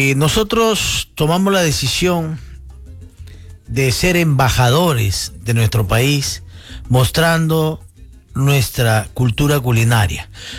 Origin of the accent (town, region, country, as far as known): Peru; moved away as an adult; now in Tyler, Texas, United States